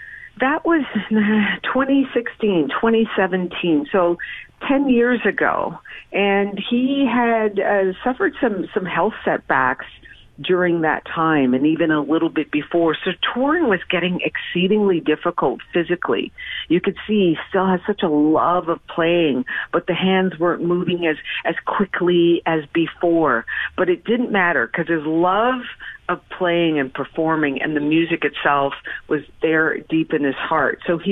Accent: Montreal, Quebec, Canada; I grew up in Montreal, in LaSalle

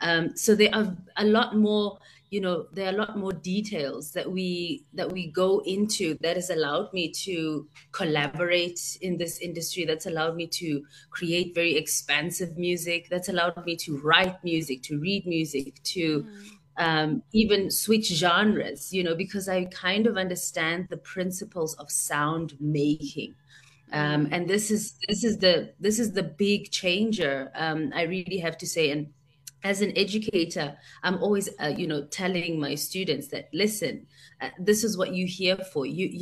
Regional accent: South Africa; growing up in South Africa

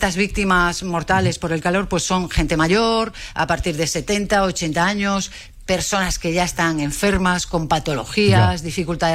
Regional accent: Galicia, Spain; En las casas, yo soy gallega, pues no hay aire acondicionado, vamos, no lo había ni en los coches.

